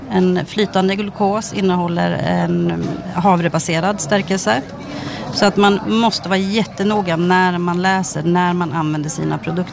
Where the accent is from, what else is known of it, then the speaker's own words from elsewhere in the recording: Katrineholm, Södermanland, Sweden; Vi har precis öppnat upp en gårdsbutik i Sörmland i Katrineholm där jag kommer ifrån.